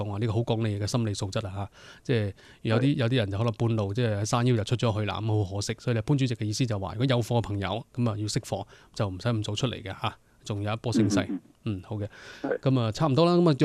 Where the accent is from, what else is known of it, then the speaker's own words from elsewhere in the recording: Guangdong, China; 即系我哋广东人有句咩，执输行头惨过败家吓